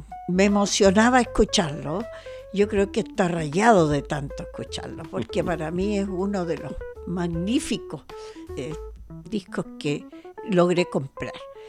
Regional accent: San Bernardo, Santiago Metropolitan Region, Chile; Mira, nací en San Bernardo, en la población Balmaceda.

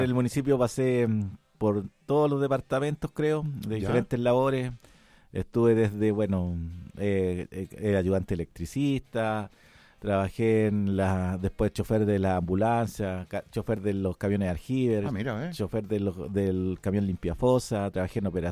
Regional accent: Colina, Santiago Metropolitan Region, Chile; Una persona nacida y criada acá en Colina.

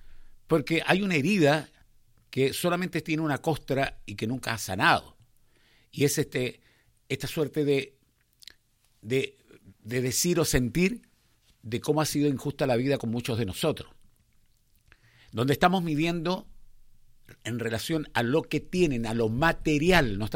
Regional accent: Chile; todos somos chilenos, bueno, sí, la mayoría somos todos chilenos

